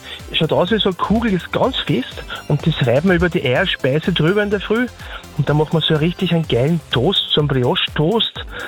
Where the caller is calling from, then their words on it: St. Pölten, Lower Austria, Austria; Ich rufe aus St. Pölten